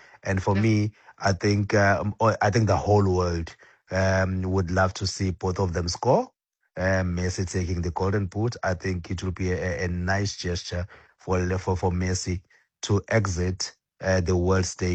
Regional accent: South Africa; as a South African that loves football

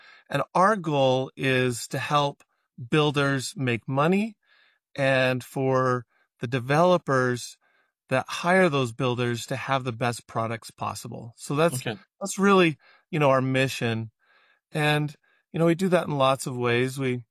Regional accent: United States; As an American

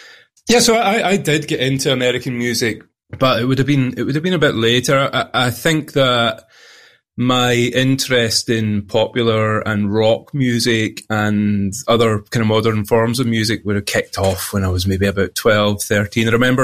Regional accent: Gartocharn, Scotland, United Kingdom; the village I was brought up in is called Gartacharn. Gartacharn, it's got that lovely Scottish ch sound, the ch as in loch. It is by the bonny banks of Loch Lomond, a very, very famous body of water here

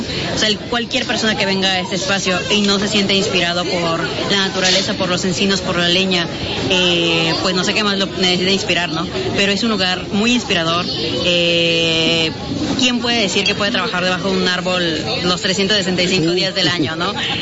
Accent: Tampico, Tamaulipas, Mexico; moved away as an adult; now in Ensenada, Mexico; Yo soy de Tampico, Tamaulipas. No soy ni de aquí ni de allá. Nací y crecí en Tampico. Pero llegué a Ensenada a mis 20 años y ya llevo acá, pues me voy a quemar mi edad, aproximadamente 11 años.

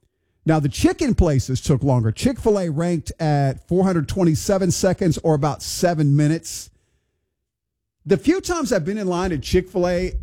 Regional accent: Texas, United States; I grew up in Texas, Whataburger, like there's one every 5 miles, and you're going to wait.

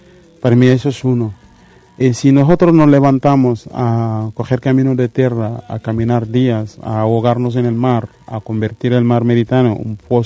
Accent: Senegal; Y yo por defecto soy de Senegal, pero la mitad de mi familia es gambiana.

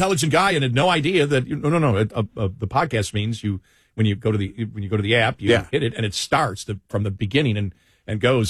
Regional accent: Buffalo, New York, United States; I'm from Buffalo, so I never trust any of my teams.

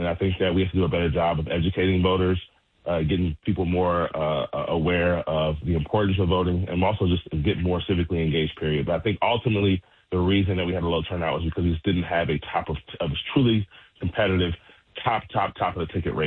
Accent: Baltimore, Maryland, United States; But the reality is, I'm from West Baltimore, and I've never felt more safe walking through my district.

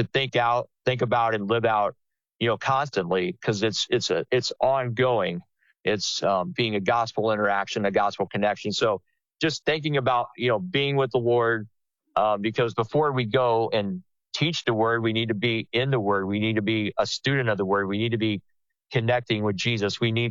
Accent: Houston, Texas, United States; And that goes back to growing up on the Houston North Side as the son of my dad, who was a coach himself, and his dad was a coach, and very involved in the community

